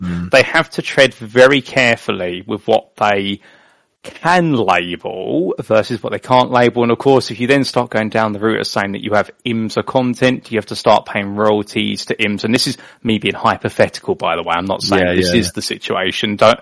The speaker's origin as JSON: {"language": "English", "country": "United Kingdom", "tie": "born or raised there", "said": "growing up in the United Kingdom and watching British motorsport and Formula One, you only know the circuits they go"}